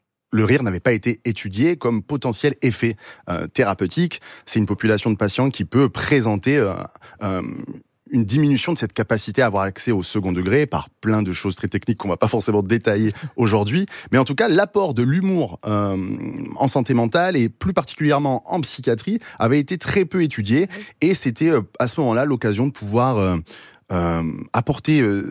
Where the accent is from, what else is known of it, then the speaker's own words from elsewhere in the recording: Angoisse, Nouvelle-Aquitaine, France; Ouais, j'ai grandi à Angoisse.